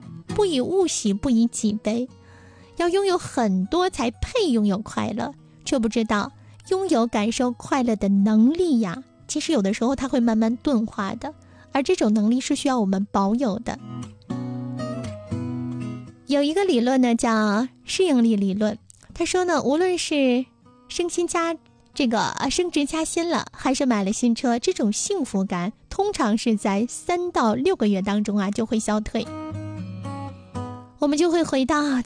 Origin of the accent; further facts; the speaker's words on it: Northeast China, China; accent: Northeastern (Dongbei) dialect; 我们东北话